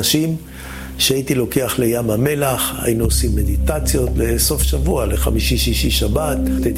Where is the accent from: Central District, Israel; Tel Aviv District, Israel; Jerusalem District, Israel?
Tel Aviv District, Israel; Tel Aviv; גדלתי בבית תל אביבי מפייניקי שמאלני.